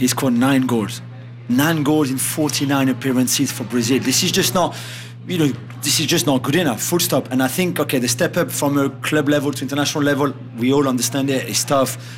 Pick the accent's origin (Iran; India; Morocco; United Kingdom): Morocco; Yeah, I'm from Morocco as well.